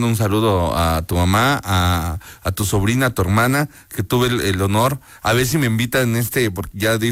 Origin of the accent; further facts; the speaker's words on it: Puebla, Mexico; Que me dice niño hamburguesa, digo, no, soy poblano, soy niño semita.